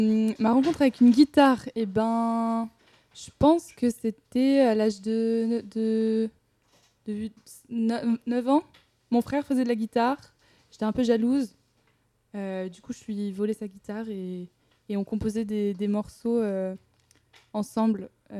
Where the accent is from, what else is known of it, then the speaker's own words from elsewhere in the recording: Île-de-France, France; moved away as an adult; also born or lived in United States; now in Toulouse, France; Alors je suis originaire du 92 en Île-de-France. Où j'ai grandi pendant jusqu'à début vingtaine, avant de partir vivre 2 ans aux États-Unis. Et je suis revenue m'installer à Toulouse. Donc je vis à Toulouse actuellement.